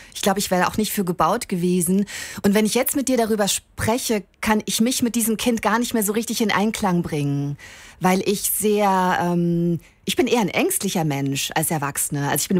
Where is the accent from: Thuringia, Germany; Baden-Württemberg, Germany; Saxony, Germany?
Thuringia, Germany; born there; Also, ich bin ja ein Kind der 80er. Und ich bin in Thüringen geboren